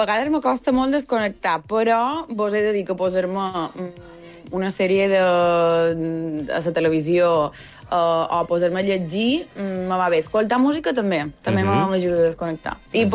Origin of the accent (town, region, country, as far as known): Sencelles, Balearic Islands, Spain